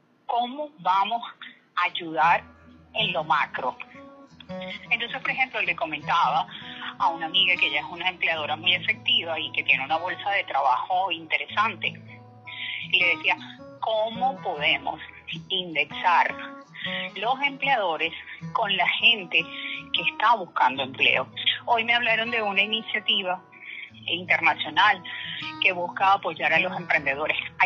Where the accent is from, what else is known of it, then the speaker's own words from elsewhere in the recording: Venezuela; nos desaniman como venezolanos